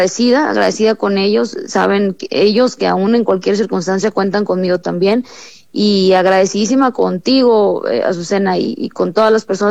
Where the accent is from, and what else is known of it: Sinaloa, Mexico